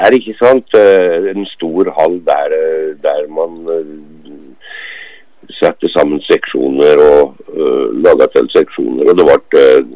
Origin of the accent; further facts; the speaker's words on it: Innlandet, Norway; moved away as an adult; now in Oslo, Norway; Jeg kjører fra Gudbrandsdalen.